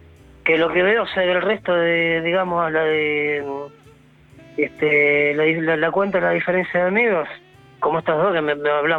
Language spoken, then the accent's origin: Spanish; La Tablada, Buenos Aires Province, Argentina; Bien, de... Tablada.